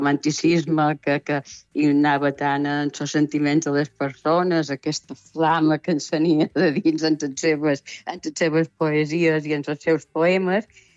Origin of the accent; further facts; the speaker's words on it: Balearic Islands, Spain; accent: Mallorcan Catalan; nosaltres també deim que som mallorquins i parlem català de Mallorca